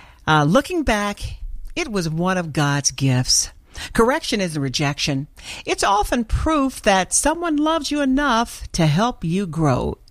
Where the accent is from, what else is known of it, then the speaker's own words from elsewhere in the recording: Arkansas, United States; I remember growing up in Arkansas, and we'd have gardens everywhere.